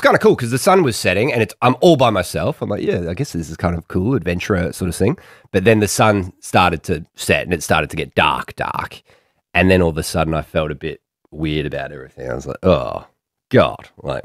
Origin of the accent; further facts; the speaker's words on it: Australia; I'm 36 from Australia.